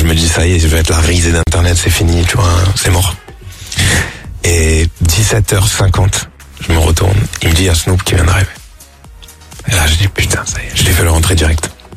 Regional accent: Marseille, Provence-Alpes-Côte d'Azur, France; Ben, je viens de Marseille, donc forcément, je me dis, à un moment donné, ça pourrait être cool de le faire.

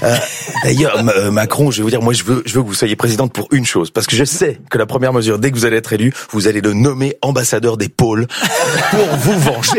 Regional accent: Belgium; chez moi, en Belgique

